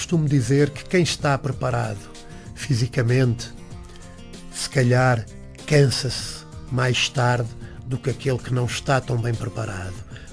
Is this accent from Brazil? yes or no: no; Portugal; eu sou português